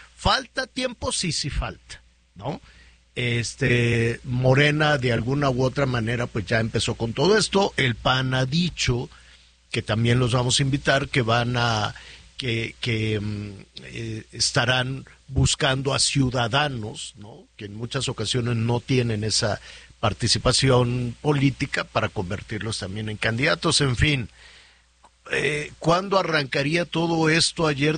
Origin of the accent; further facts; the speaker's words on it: Mexico; así somos los mexicanos